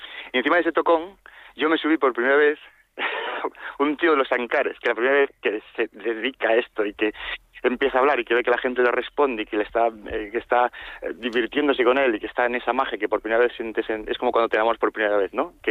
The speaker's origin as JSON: {"language": "Spanish", "town": "Lugo", "region": "Galicia", "country": "Spain", "moved": "as an adult", "lives_now": "A Coruña, Spain", "said": "yo soy de Lugo, los dos vivimos en Coruña"}